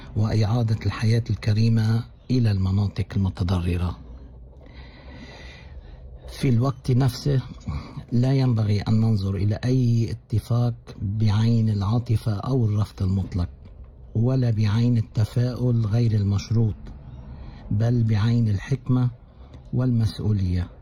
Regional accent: Lebanon; now in Australia; كمواطن لبناني مقيم في إستراليا

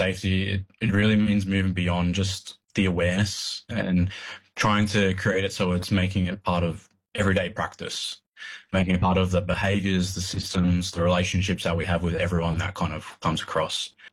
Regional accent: New South Wales, Australia; I'm a proud Wiradjuri man with family connections to the Cowra and Cootamundra regions of New South Wales.

